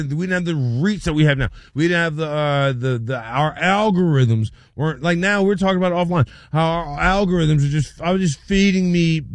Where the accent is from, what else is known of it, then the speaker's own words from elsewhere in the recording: New Orleans, Louisiana, United States; I watched the Saints. I grew up in New Orleans.